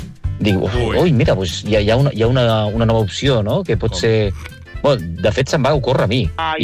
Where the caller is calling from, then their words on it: Sant Quirze del Vallès, Catalonia, Spain; de Sant Quirze.